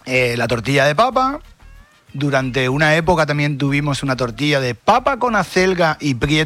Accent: Spain; now in Chile; yo soy español, mediterráneo

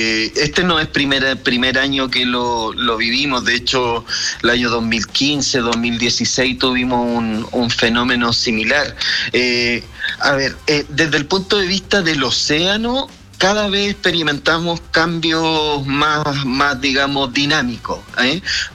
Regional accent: Talcahuano, Biobío, Chile; Yo soy particularmente de Talcahuano, conozco la historia muy bien.

